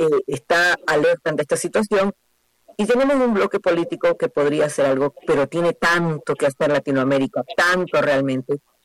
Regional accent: Ecuador; nos criaron aquí en Ecuador

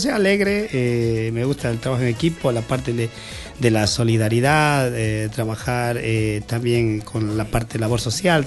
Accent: Sevilla Don Bosco, Morona Santiago, Ecuador; Soy de Sevilla, Don Bosco. ¿Qué le puedo decir? Ya casi con 40 años de vida.

